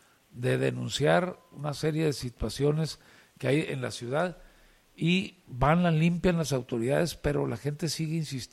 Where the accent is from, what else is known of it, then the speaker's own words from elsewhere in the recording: Los Mochis, Sinaloa, Mexico; somos malos mexicanos, malos sinaloenses, malos mochitenses